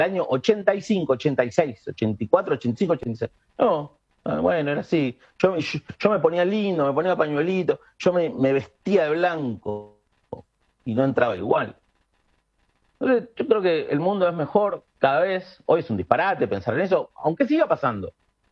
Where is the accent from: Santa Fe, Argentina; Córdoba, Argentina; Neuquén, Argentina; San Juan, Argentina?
Santa Fe, Argentina; Rosario; born there; Acá, bueno, en Buenos Aires, en los centros urbanos, en Rosario, en donde yo nací, una ciudad muy, muy progresista.